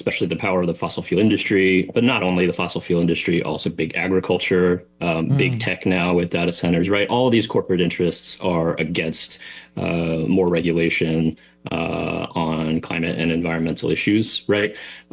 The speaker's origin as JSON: {"language": "English", "region": "North Carolina", "country": "United States", "tie": "born or raised there", "said": "thinking about growing up in North Carolina, it used to snow there regularly every winter when I was a kid."}